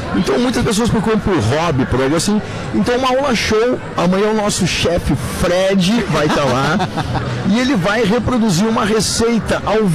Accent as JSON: {"language": "Portuguese", "town": "Rio Grande", "region": "Rio Grande do Sul", "country": "Brazil", "tie": "born or raised there", "moved": "as an adult", "lives_now": "Pelotas, Brazil", "said": "Eu sou natural de Rio Grande"}